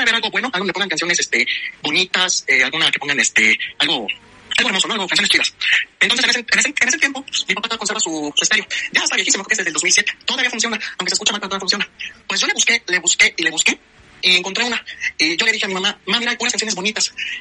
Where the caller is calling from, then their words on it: Mexico City, Mexico; yo los escucho desde Tlalpan, Ciudad de México, al sur de la ciudad, en Tlalpan.